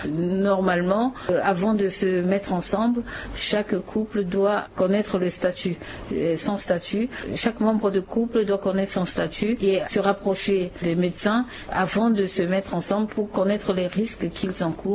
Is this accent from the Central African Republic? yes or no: yes; Central African Republic; la drépanocytose, en fait, chez nous, en Centrafrique, ça ne se guérit pas.